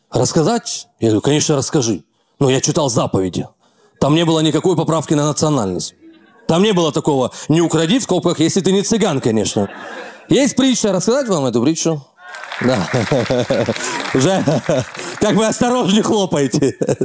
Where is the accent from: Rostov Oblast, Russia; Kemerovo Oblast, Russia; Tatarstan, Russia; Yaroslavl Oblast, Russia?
Rostov Oblast, Russia; Rostov-on-Don; так как я из Ростова